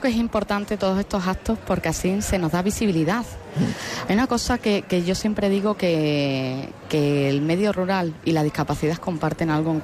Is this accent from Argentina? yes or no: no; Cáceres, Extremadura, Spain; yo soy nacida y criada en Cáceres, uh-huh. pero en Almoharín está mi familia paterna.